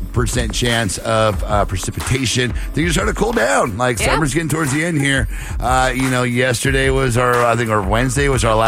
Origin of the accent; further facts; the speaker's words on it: Seattle, Washington, United States; But, of course, I grew up here in Seattle.